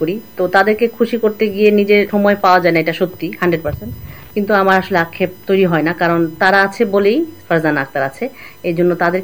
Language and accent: Bangla; Dhaka, Dhaka Division, Bangladesh; আমরা পুরান ঢাকার মানুষ